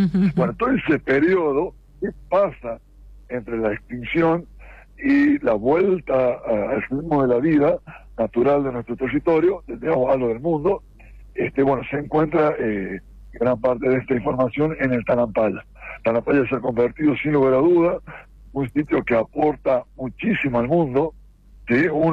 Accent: La Rioja, Argentina

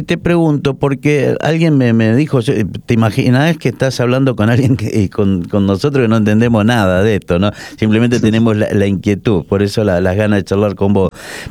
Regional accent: Argentina; como argentino que sos, igual que nosotros

